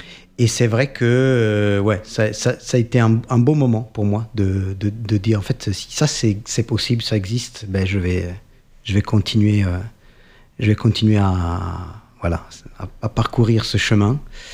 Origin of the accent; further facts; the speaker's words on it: Italy; now in Hérault, France; Je suis italien, j'habite dans l'Hérault depuis 2009